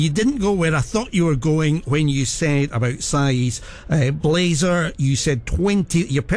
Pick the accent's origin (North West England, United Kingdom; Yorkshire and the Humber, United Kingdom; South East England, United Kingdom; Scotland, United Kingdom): Scotland, United Kingdom; And as a Scot, I would always say Murrayfield.